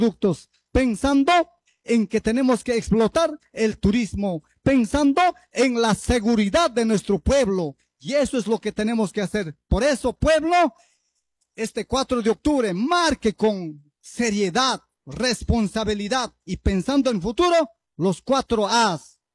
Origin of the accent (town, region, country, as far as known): Pichanaqui, Junín, Peru